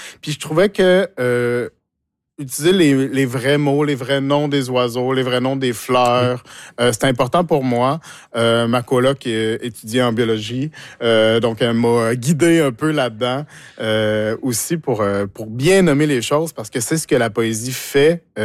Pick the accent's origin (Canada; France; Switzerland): Canada; Saint-Claude, Quebec; moved away as an adult; now in Rimouski, Canada; Mais moi, je viens de Saint-Claude, qui est un village de champs et de forêts.